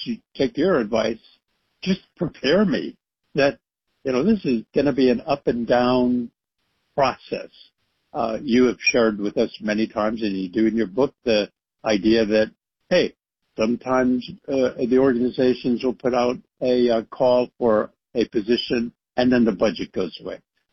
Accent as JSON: {"language": "English", "town": "Akron", "region": "Ohio", "country": "United States", "tie": "born or raised there", "said": "In my hometown, LeBron James in Akron, Ohio"}